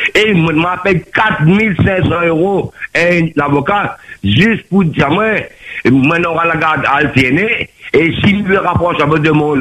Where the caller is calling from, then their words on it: Réunion; comme moi, j'habite à La Réunion